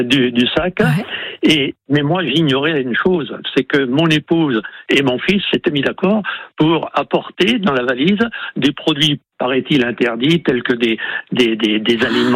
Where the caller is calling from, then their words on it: Mauguio, Occitanie, France; Je suis à Moggio depuis 72, oui.